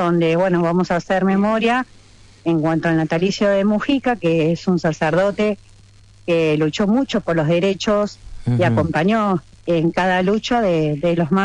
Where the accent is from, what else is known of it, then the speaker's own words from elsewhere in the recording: Buenos Aires, Argentina; somos más porteños que el obelisco